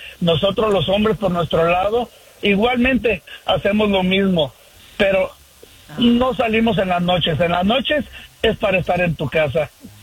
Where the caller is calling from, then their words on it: Sacramento, California, United States; Buen día, aquí de Sacramento … buenos días a todos y arriba Michoacán.